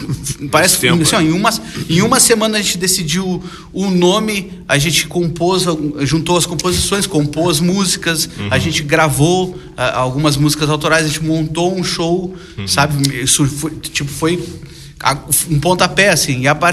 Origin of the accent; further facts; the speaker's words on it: Rio Grande, Rio Grande do Sul, Brazil; nós somos de Rio Grande